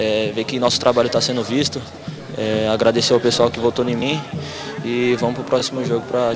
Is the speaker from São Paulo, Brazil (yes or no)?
yes; São José dos Campos, São Paulo, Brazil; moved away; Sou de São José dos Campos, tenho 20 anos